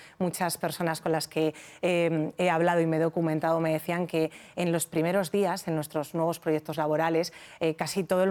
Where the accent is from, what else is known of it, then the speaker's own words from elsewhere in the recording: Castile and León, Spain; soy leonesa, pero toda mi familia procede de Galicia, repartidos entre Ribeira Sacra y A Coruña, o sea que al final procedo de ahí, esos son mis orígenes